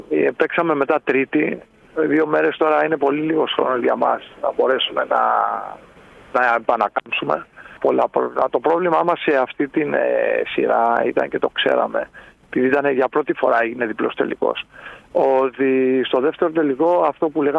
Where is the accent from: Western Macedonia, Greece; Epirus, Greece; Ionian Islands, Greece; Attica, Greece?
Ionian Islands, Greece; Corfu; Ήταν ο κορμός, είμαι Κερκυραίος και τρία παιδιά από την Αθήνα που μας βοηθάνε τα τελευταία 2-3 χρόνια.